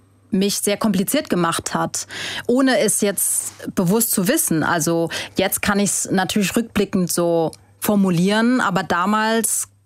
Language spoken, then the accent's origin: German; Vietnam; first language Vietnamese; German is a second language; also meine Muttersprache theoretisch vietnamesisch ist, auch wenn ich vietnamesisch nicht fließend spreche.